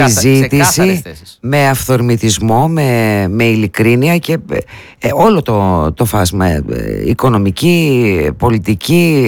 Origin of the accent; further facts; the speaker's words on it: Macedonia, Greece; Ως Μακεδόνες νομίζω πως είμαστε απόλυτοι.